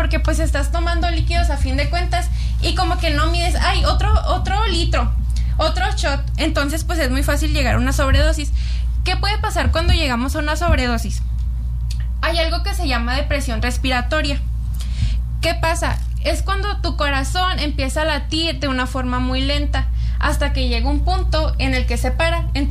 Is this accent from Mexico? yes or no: yes; Mexico; como mexicanos tenemos súper normalizado el consumo de alcohol desde pequeños